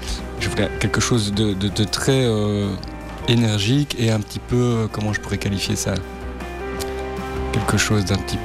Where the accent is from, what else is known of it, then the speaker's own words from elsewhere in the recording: Mons, Wallonia, Belgium; là où j'ai grandi, parce que moi je viens de la région de Mons.